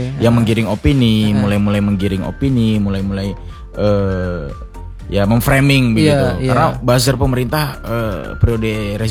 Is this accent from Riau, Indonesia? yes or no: yes; Bangkinang, Riau, Indonesia; Saya asli Bangkinang